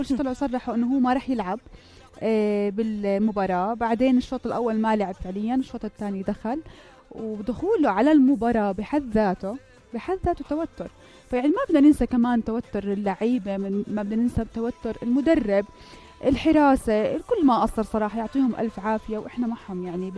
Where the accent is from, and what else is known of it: Jordan